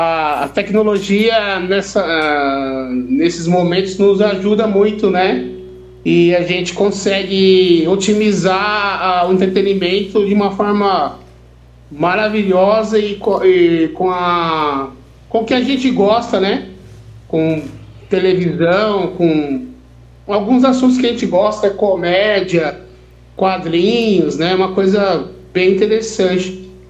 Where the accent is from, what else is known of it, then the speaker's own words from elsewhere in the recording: Santo André, São Paulo, Brazil; Eu sou de Santo André, Renato.